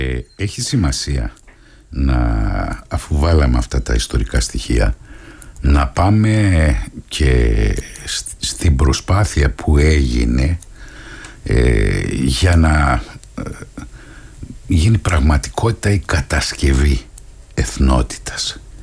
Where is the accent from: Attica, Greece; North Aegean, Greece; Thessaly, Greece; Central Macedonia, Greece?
Central Macedonia, Greece; Thessaloniki; από την ιδιαίτερη πατρίδα μου τη Θεσσαλονίκη